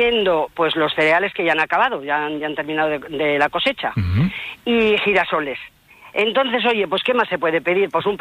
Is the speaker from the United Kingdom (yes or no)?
no; Villanueva de Gumiel, Castile and León, Spain; Pero bueno, eso, pues soy de Villanueva de Gumiel, somos un pueblo pequeño pero muy acogedor.